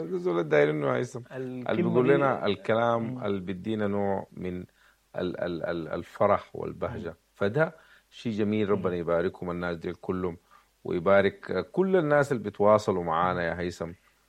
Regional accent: Sudan; إحنا سودانيين

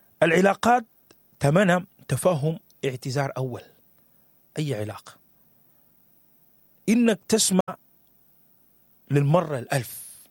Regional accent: Sudan; moved away; قصة ديك رجعت لنا لما إحنا نزحنا ولما إحنا مرقنا من السودان

